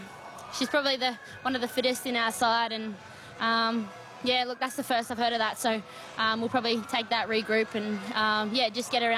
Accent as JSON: {"language": "English", "town": "Newcastle", "region": "New South Wales", "country": "Australia", "tie": "born or raised there", "said": "Yeah, look, I've spent a lot of time in Newcastle. Obviously, it's being my hometown"}